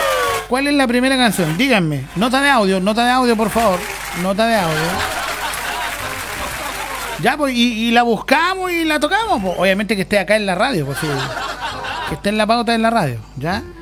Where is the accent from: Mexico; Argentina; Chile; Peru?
Chile; Sí, porque así somos los chilenos, así somos.